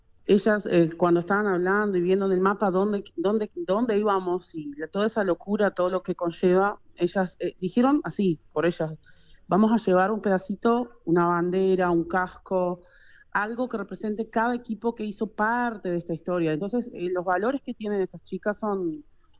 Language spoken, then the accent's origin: Spanish; Rivera, Uruguay; now in Caraguatá, Uruguay; uno de Rivera, que es de donde somos con Yanni, vivimos en Caraguatá, pero somos de Rivera.